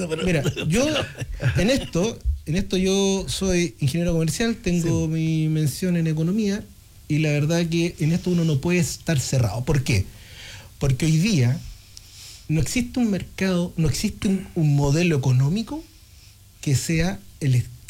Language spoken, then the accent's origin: Spanish; Coyhaique, Aysén, Chile; los que somos de Coyhaique, los que llevamos mucho tiempo viendo Coyhaique